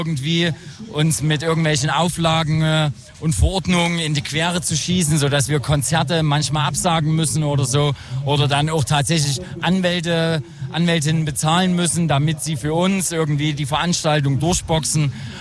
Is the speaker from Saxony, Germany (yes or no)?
yes; Grimma, Saxony, Germany; Also in meiner Jugend war in Grimma durchaus noch sehr viel los, aber tatsächlich ist das so ab Mitte der Nullerjahre immer weniger geworden, weil halt immer mehr Leute weggezogen sind oder halt nach Leipzig abgewandert sind.